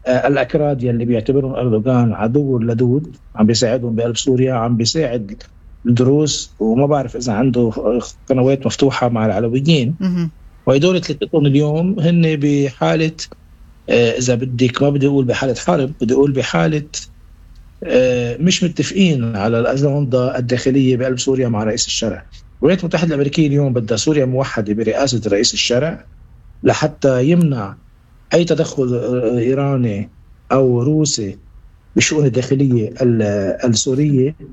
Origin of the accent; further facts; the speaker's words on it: Lebanon; ونحن كمان كلبنانيين